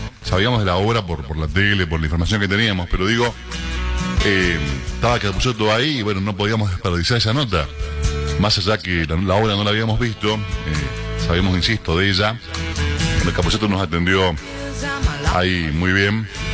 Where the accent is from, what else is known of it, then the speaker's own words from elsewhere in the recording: Jaime Prats, Mendoza, Argentina; born there; moved away; Llegó al pueblo, allí a Jaime Prats, en el Salón Vallejos.